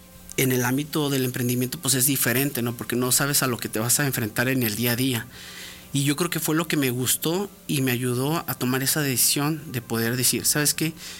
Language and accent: Spanish; Aguascalientes, Mexico; born there; soy nacido aquí en Aguascalientes, tengo 37 años